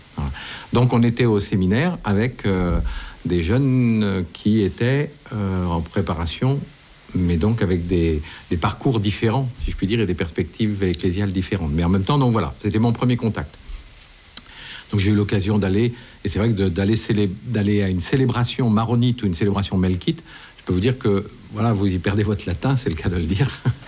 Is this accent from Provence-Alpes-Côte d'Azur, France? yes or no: no; Brest, Brittany, France; Je suis originaire de Brest même, où je suis né, mais le berceau familial est rennais